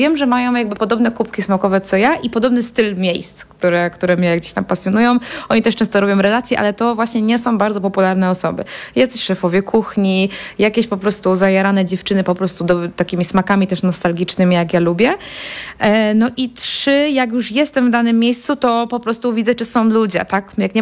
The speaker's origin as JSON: {"language": "Polish", "town": "Leszno", "region": "Greater Poland Voivodeship", "country": "Poland", "said": "Ja jestem z Leszna na przykład, no to bardzo mnie pasjonuje."}